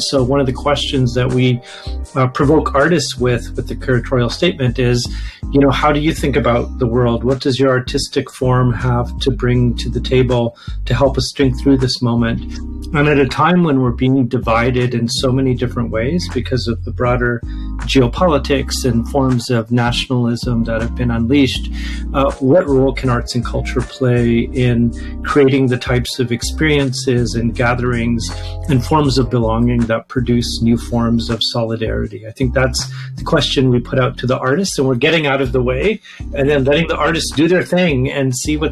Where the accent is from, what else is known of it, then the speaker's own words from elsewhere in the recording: Williams Lake, British Columbia, Canada; I grew up in Williams Lake, where we had a big South Asian community.